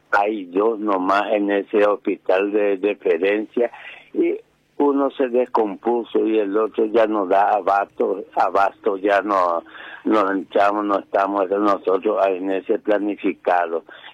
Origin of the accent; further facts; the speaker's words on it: Paraguay; uno como ciudadano paraguayo